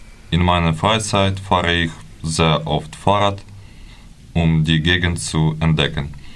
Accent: Ukraine; now in Nordhausen, Germany; Hallo zusammen … ich komme aus der Ukraine. Seit 3 Jahren lebe ich nun schon in Nordhausen.

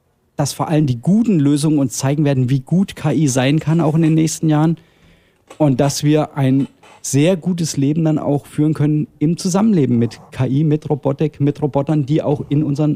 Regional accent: Thuringia, Germany; Da sind wir natürlich als Thüringer, halten wir alle zusammen

